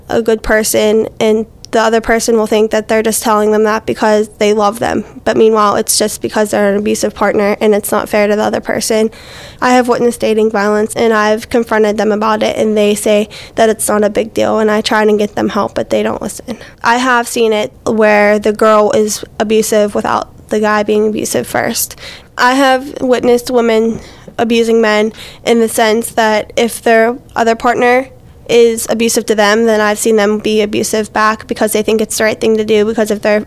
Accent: South Allegheny, Pennsylvania, United States; I'm 16 from South Allegheny.

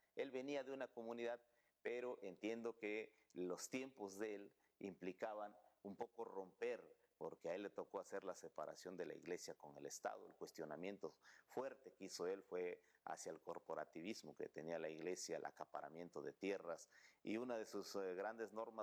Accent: Mexico

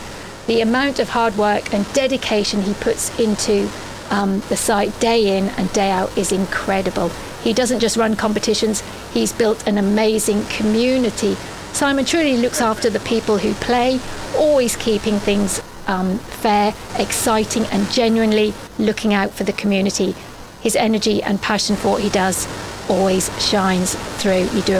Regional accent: Caister-on-Sea, East of England, United Kingdom; I'm a Caister girl, and I love the Caister village. I've lived there practically all my life.

